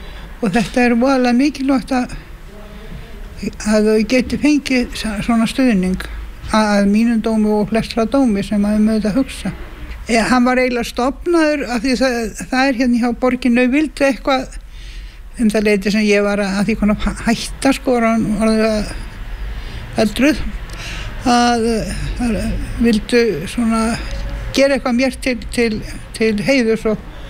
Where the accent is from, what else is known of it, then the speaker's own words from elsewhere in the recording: Reykjavík, Capital Region, Iceland; Nei, ég ólstu upp í Laugarásnum.